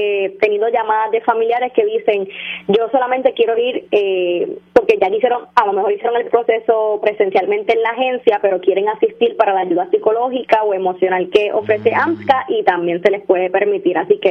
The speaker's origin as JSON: {"language": "Spanish", "town": "Juana Díaz", "country": "Puerto Rico", "tie": "born or raised there", "also_born_or_lived": "Ponce", "said": "Yo nací en Ponce y me crié en Juana Díaz."}